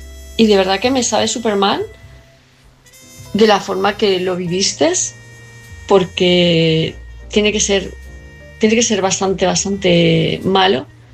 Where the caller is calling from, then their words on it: Palma, Balearic Islands, Spain; de Palma de Mallorca